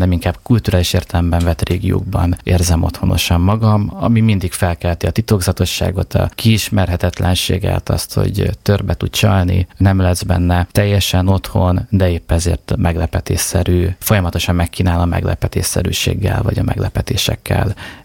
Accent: Szendrő, Borsod-Abaúj-Zemplén, Hungary; born there; moved away; also born or lived in Cluj-Napoca; Szendrőben születtem

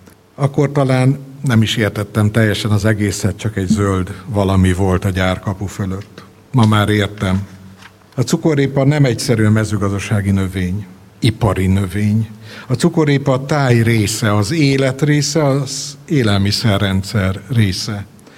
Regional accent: Szerencs, Borsod-Abaúj-Zemplén, Hungary; Én szerencsi ember vagyok, szerencsről származom.

